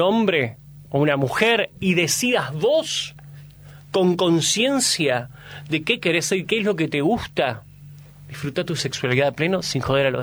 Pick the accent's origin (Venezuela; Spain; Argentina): Argentina; ¿Acá somos todos argentinos?